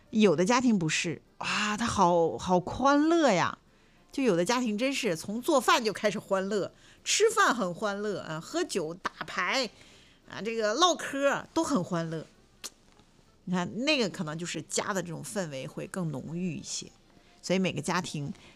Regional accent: China; 我们中国人

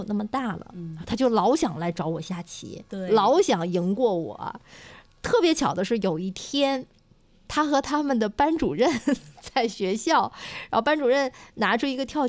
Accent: China; 我们中国人是比较含蓄的哈

